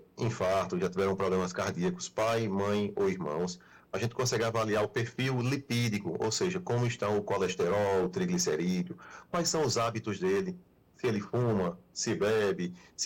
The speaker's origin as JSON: {"language": "Portuguese", "town": "Serra Talhada", "region": "Pernambuco", "country": "Brazil", "said": "sou de Serra Talhada, eu sou da capital"}